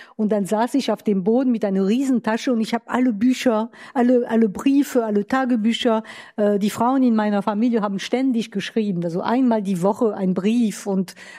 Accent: Grand Est, France

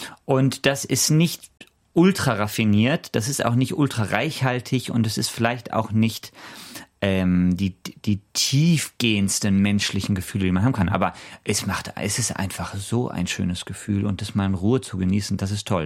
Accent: Bonn, North Rhine-Westphalia, Germany; Also ich habe die damals zum ersten Mal gehört, als die in Bonn waren, wo ich aufgewachsen bin, als sie dieses Beethoven-Projekt gemacht haben, beim Beethovenfest damals.

